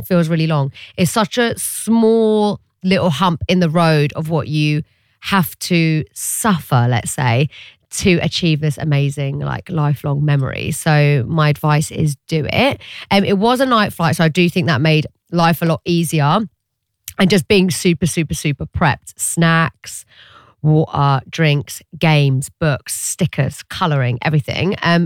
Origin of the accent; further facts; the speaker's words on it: Iraq; I am from Iraq, so there's going to be a lot of like Mena sounds, Middle East, North African songs.